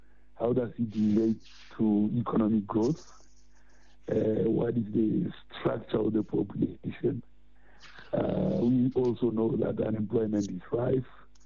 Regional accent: Lesotho; we have a 1976 cohort, which includes myself, although I come from Lesotho.

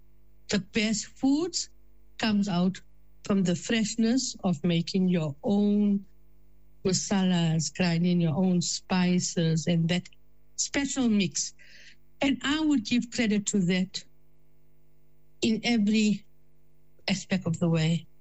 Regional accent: South Africa; born there; I was born in South Africa, my mom and them were brought in when they were very much young.

